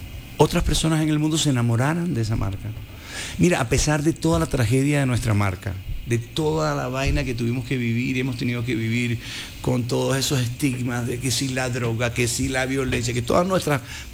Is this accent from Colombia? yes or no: yes; Colombia